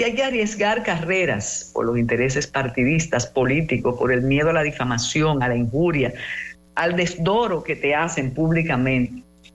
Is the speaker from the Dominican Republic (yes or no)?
yes; Dominican Republic